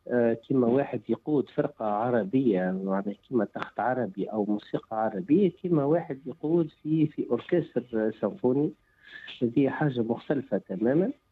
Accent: Tunisia; هي بلادنا تونس الخضراء.

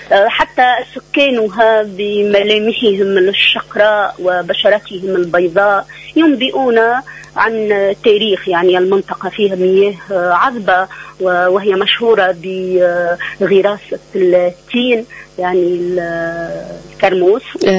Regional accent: Siliana, Tunisia; الجبل وتعرفين جبال شمالنا الغربي بخضرتها وبكثافتها، وتحت قدميه يرقد واد كبير بشلالات. الحقيقة طفولتي تشبعت جدا بالجمال الطبيعي العفوي، أنا بين جبل وشلالات ماء.

